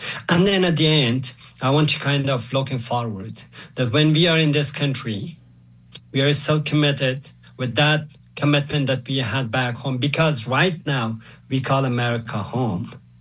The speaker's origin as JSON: {"language": "English", "region": "Kabul", "country": "Afghanistan", "moved": "yes", "said": "If you say I'm from Afghanistan, the perceptions are changed about you."}